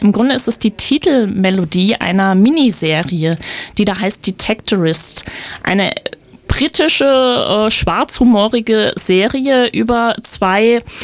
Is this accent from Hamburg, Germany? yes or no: no; Baden-Baden, Baden-Württemberg, Germany; ich komme aus Baden-Baden